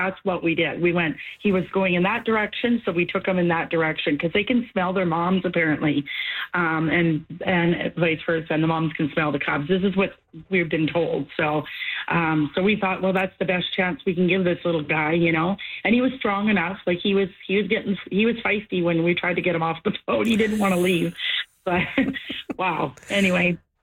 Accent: Vernon, British Columbia, Canada; now in Abbotsford, Canada; And I grew up in Vernon.

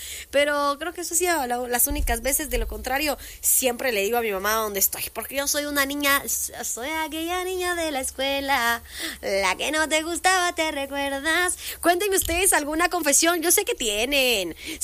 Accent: Guatemala; como buenos chapines, somos chutes

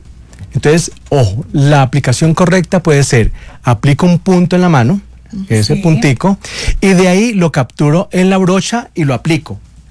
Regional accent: Cali, Valle del Cauca, Colombia; Yo soy de Cali y con familia paisa.

